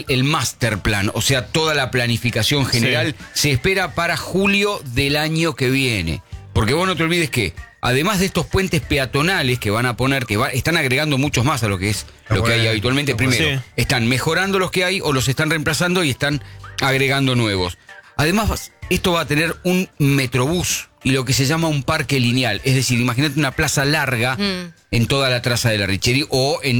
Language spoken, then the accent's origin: Spanish; Buenos Aires, Argentina; Si sos de Lugano, como yo